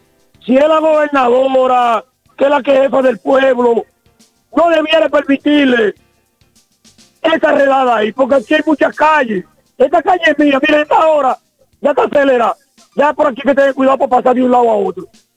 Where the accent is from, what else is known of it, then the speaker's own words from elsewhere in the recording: Dominican Republic; somos dominicanos.